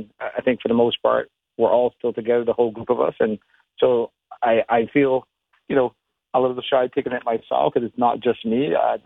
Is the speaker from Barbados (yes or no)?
yes; Barbados; I think a lot of it comes from my upbringing as well. I grew up back home in Barbados and then, sort of running around in the streets